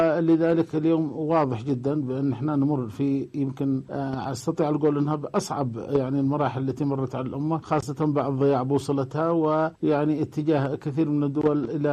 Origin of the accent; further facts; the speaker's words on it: Yemen; نحن كيمنيين